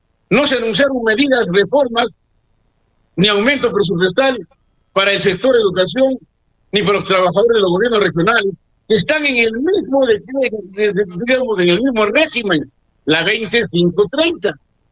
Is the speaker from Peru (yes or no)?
yes; Arequipa, Peru; ¿Para qué somos los arequipeños